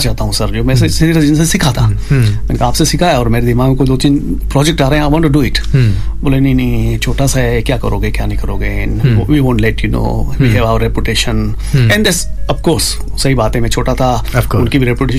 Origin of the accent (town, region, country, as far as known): Udaipur, Rajasthan, India